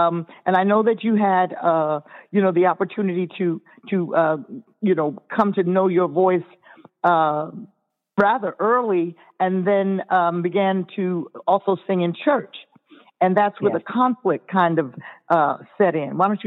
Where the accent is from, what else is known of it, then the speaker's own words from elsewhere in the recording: New York City, New York, United States; also born or lived in the Bronx; You know, I'm a Harlem girl, and we went to school in the Bronx and lived for quite a while in the Bronx, and many of the boroughs. But you know, that's what happens when you're a native New Yorker.